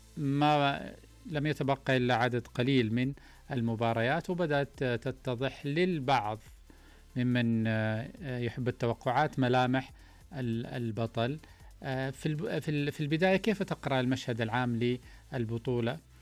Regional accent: Saudi Arabia

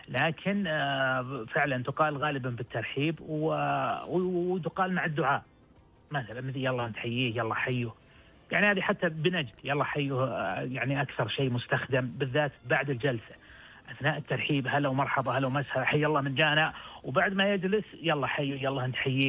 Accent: Al-Qassim, Saudi Arabia; عندنا بالقصيم عبارة شبه اختفت الآن، يا هلا والله هم هلا.

